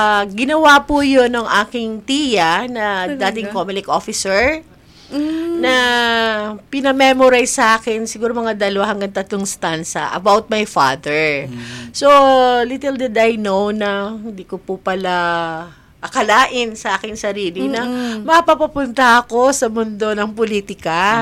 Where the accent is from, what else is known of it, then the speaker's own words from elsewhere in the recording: Catanauan, Calabarzon, Philippines; ako po ay taga Tubong Katanawan, Quezon. Yeah. Ako po ay agdanganin.